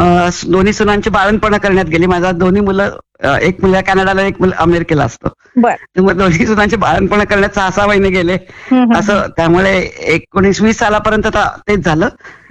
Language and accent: Marathi; Mumbai, Maharashtra, India; moved away as an adult; also born or lived in Dubai, United Arab Emirates; now in Nashik, India; मी मूळची मुंबईची आहे।